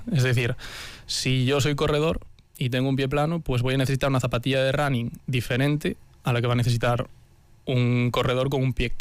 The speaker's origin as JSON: {"language": "Spanish", "region": "Galicia", "country": "Spain"}